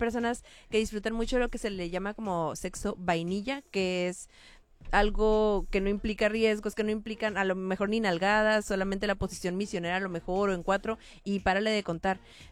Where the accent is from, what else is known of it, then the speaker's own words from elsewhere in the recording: Mexico; somos mexicanos